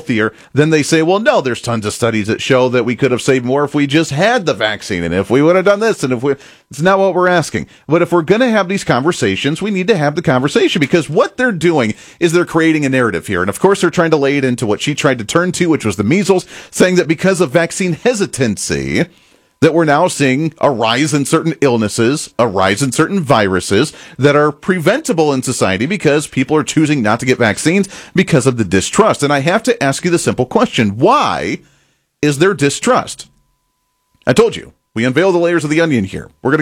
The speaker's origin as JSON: {"language": "English", "region": "Kansas", "country": "United States", "said": "Eisenhower, I'm from Kansas. Everybody around here loves, you know, President Eisenhower."}